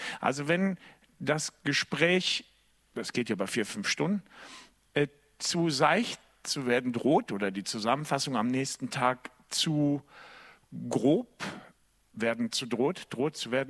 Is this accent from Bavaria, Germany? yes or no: no; North Rhine-Westphalia, Germany; ich komme aus dem Kölner Raum, ich komme tatsächlich nicht aus dieser Region